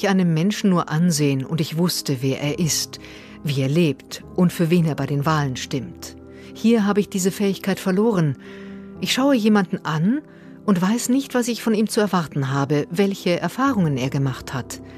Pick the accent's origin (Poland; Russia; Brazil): Russia; German is a second language; now in Germany; Wie man auf Deutsch sagt, ich bin aus Russland, aber ich bin gegen den Krieg, habe ich gelernt, bevor ich sagen konnte, wie alt ich bin und was ich beruflich mache.